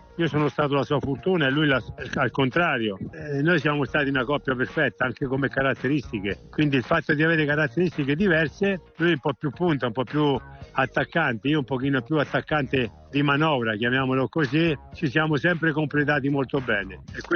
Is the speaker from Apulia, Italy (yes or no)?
no; Subiaco, Lazio, Italy; io, essendo laziale di nascita